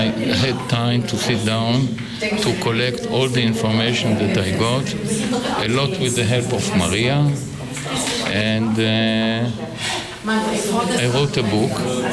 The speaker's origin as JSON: {"language": "English", "town": "Haifa", "region": "Haifa District", "country": "Israel", "tie": "born or raised there", "second_language": "English", "said": "In Haifa, my hometown, where a delegation of the city of Leipzig with the mayor Jung and the synagogalco and the youth symphonic orchestra from the Gewandhaus."}